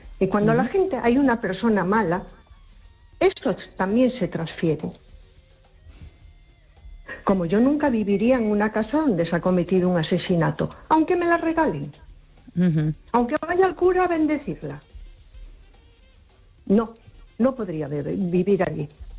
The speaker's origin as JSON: {"language": "Spanish", "town": "A Coruña", "region": "Galicia", "country": "Spain", "said": "Hola, buenas noches. … de Coruña."}